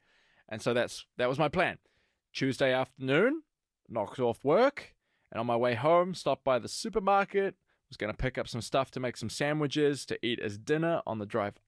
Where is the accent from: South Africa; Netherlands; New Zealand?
New Zealand; moved away as an adult; now in Gothenburg, Sweden; I'm from New Zealand, personally. I live here in Gothenburg. In fact, I have done so for very nearly 7 years now.